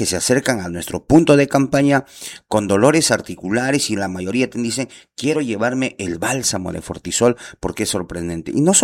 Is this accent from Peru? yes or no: yes; Andahuaylas, Apurímac, Peru; yo soy de la sierra, yo soy de Andahuaylas